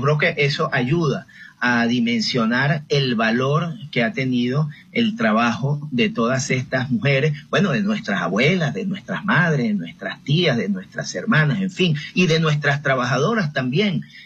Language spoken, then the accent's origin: Spanish; Venezuela; Ellas construyen las raíces que nos permiten a nosotros identificarnos como venezolanos dentro y fuera del mundo, ¿ok?